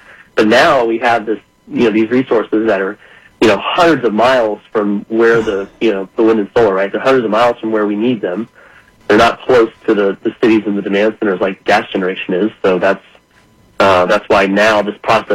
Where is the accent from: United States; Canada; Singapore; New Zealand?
United States; Midland, Texas; West Texas, where I grew up in Midland.